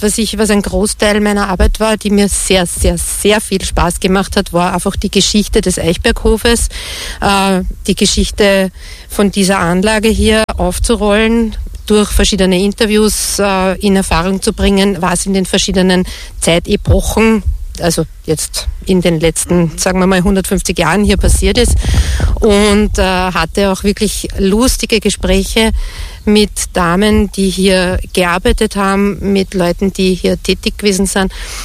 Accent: Oberhorbach, Lower Austria, Austria; born there; Ich bin geboren in Oberhorbach. Ich habe meine Vorfahren unspektakulärerweise alle in der Umgebung.

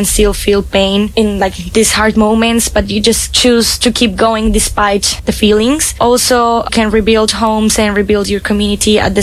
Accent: Colombia; now in Gothenburg, Sweden; from Colombia

